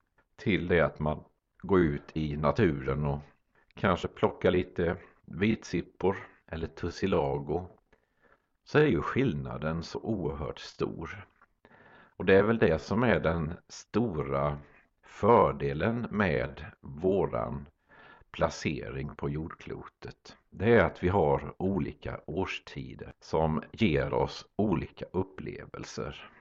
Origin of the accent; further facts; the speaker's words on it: Sweden; Forsrum där jag kommer ifrån.